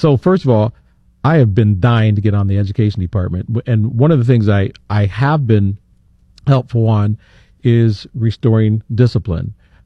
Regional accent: Johnston, Iowa, United States; In Johnston, my hometown, we moved to phonics, restored phonics

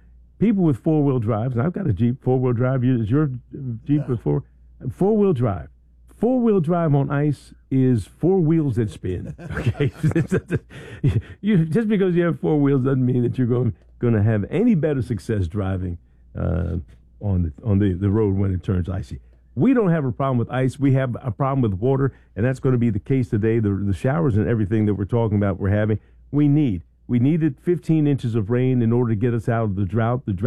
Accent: Philadelphia, Pennsylvania, United States; also born or lived in Dayton, Ohio; And I'm from North Philly.

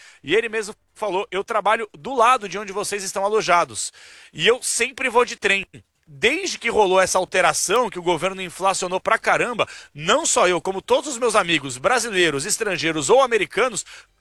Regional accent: Brazil; Aí eu falei, mas você é de onde? Falei, sou do Brasil, o que que você tá fazendo aqui?

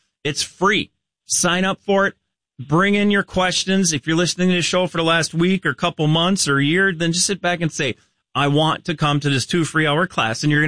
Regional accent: Midwest, United States; You know, I'm from the Midwest. It's cold

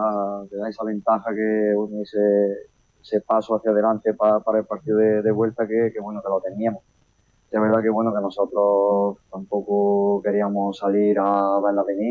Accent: Andújar, Andalusia, Spain; mi primera experiencia también como entrenador con el equipo de mi pueblo

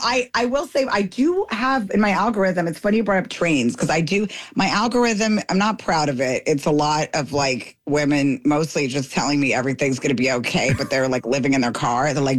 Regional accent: Maryland, United States; because I'm from Maryland

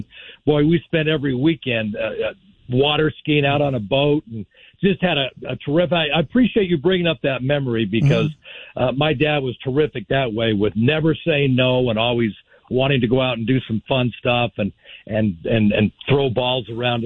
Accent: Salt Lake City, Utah, United States; Also, growing up in Salt Lake City, we went and watched games at Dirks Field at the time, the AAA baseball team.

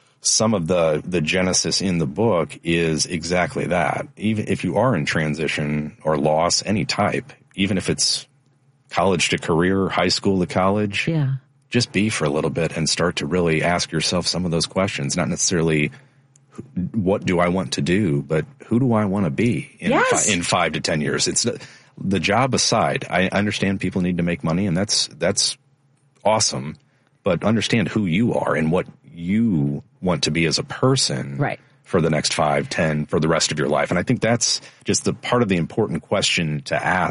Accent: St. Louis, Missouri, United States; St. Louis.

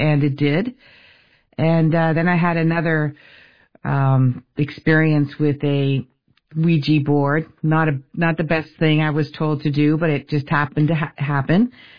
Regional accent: Windsor, Ontario, Canada; born there; I was Detroit, as the Windsorite would say, because I was born in Windsor, Taggers. See, in Canada, we say Tigers. But if you're from Windsor, you say Taggers.

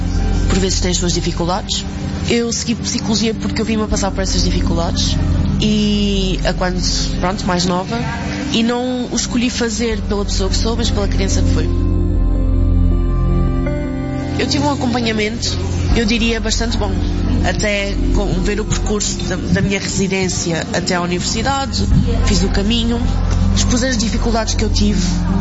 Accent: Santarém, Portugal; now in Azores, Portugal; tenho 23 anos e sou do distrito de Santarém.

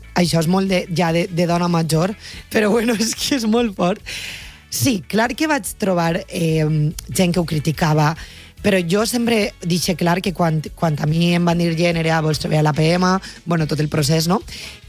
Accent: Valencian Community, Spain; jo que sóc valenciana parlant en valencià a Catalunya.

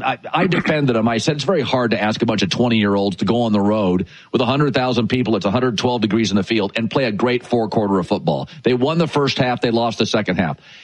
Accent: West Coast, United States; I mean, I grew up on the West Coast. Oregon, Washington was a huge game.

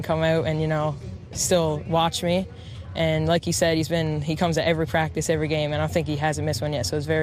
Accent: Paradise, Newfoundland and Labrador, Canada; I'm from Paradise.

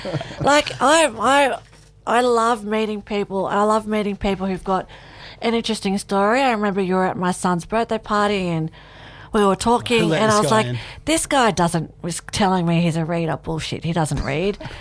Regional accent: Ulladulla, New South Wales, Australia; moved away as an adult; also born or lived in Cairns, Queensland; now in Northern Rivers, Australia; I grew up in Ulladulla. Mm. My husband grew up in Ulladulla. We both went to Ulladulla High.

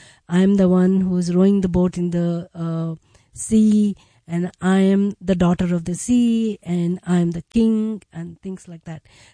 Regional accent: Mumbai, Maharashtra, India; As a youngster in school growing up in Bombay, I do remember having her poetry as a part of her Marathi curriculum.

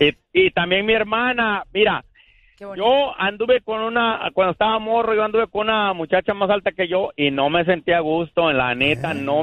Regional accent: Guatemala; Mira, yo para empezar, yo soy de Guatemala

